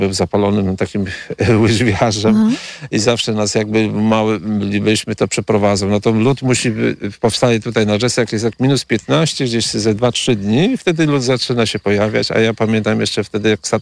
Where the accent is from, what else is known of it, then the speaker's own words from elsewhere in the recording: Wizna, Podlaskie Voivodeship, Poland; Tak, jestem z Wizny i tutaj jestem rolnikiem.